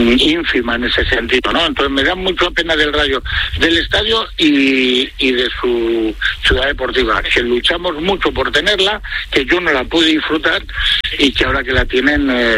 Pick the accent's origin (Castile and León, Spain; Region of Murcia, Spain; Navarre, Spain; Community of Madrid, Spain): Castile and León, Spain; Valladolid; Yo soy pucelano blanquivioleta de Valladolid. Moriré siendo así